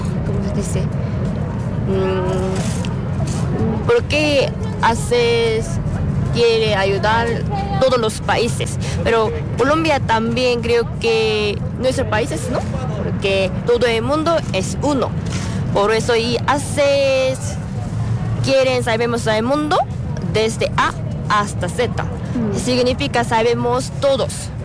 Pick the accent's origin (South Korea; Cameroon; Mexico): South Korea; Spanish is a second language; Soy de Corea del Sur.